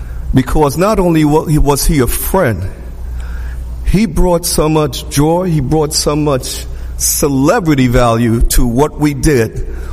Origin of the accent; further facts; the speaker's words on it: St. Vincent & Grenadines; born there; I was born in St. Vincent in the Grenadines.